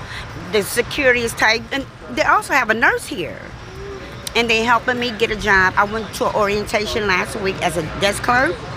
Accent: San Francisco, California, United States; I go to the neighborhood where I was raised at. I was raised up in Upper Haight in the Love Hippie days.

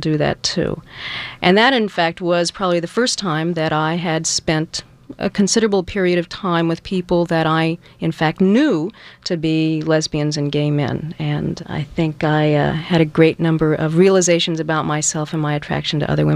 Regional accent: Virginia, United States; also born or lived in New Orleans, Louisiana; I grew up primarily in Virginia, outside of Washington, D.C.

